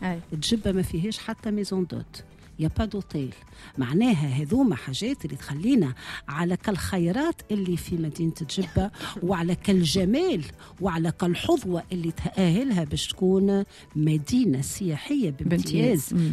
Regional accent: Tunisia; نفتخر بأني أنا مرأة تونسية، وأني مرأة أنتسب إلى هذه الأرض الطيبة

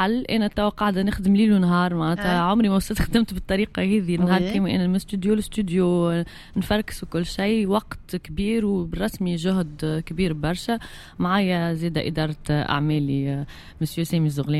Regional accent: Tunisia; انا نغني تونسي ونحب نوصل صوتي بالتونسي ولذيك ليدونتيتي نتاعنا وانا نعتزن اني تونسيه

